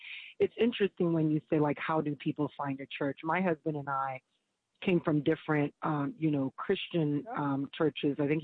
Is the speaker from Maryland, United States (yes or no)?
yes; Silver Spring, Maryland, United States; because I came from Silver Spring, Maryland, and he was in another part of Virginia.